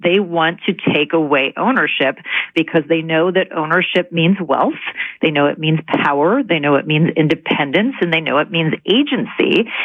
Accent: Chicago, Illinois, United States; he actually lived in my hometown of Chicago

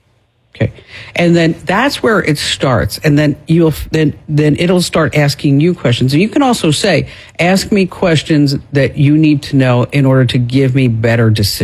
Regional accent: New Jersey, United States

